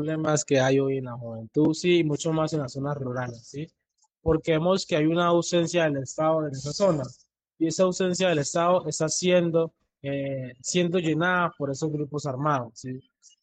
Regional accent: Buenaventura, Valle del Cauca, Colombia; Sí, pues yo soy de Buenaventura.

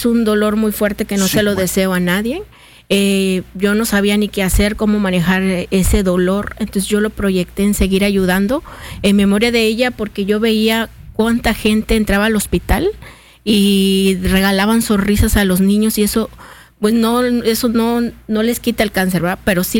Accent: Coatzacoalcos, Veracruz, Mexico; now in Mérida, Mexico; En Coatzacoalcos, Veracruz, somos originarios de Coatzacoalcos, pero tengo muchos años viviendo aquí en Mérida.

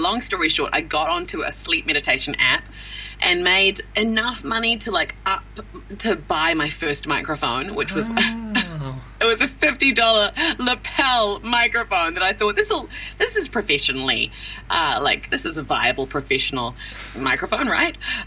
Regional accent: New Zealand; accent: New Zealand; I didn't have many hours under my belt, so I sound very, very half New Zealand, half Kiwi

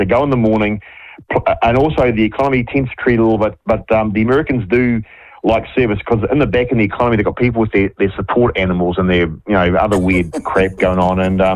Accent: New Zealand; You go through as a Kiwi

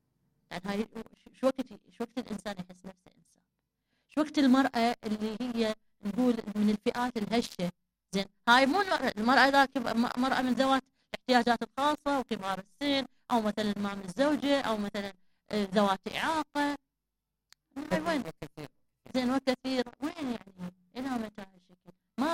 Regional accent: Iraq; مثلا أنا مواطنة عراقية

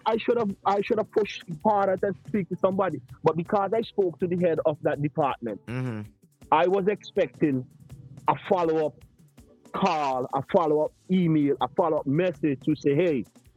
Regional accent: St. Vincent & Grenadines; moved away; my home country that I love, St. Vincent.

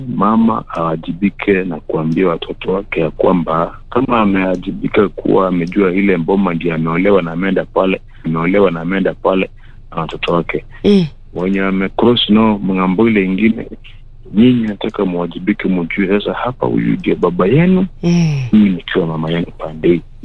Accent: Ukambani, Kenya; born there; Mimi niko na miaka 40 plus. Niko na damu ya Meru na niko Ukambani, nimezaliwa Ukambani lakini niko na damu ya Meru ndani.

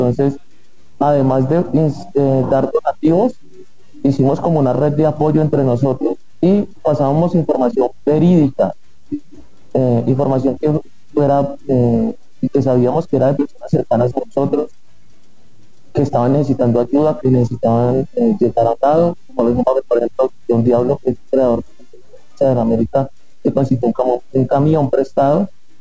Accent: Cali, Valle del Cauca, Colombia; yo soy caleño, tengo familia en Cali, en Pereira.

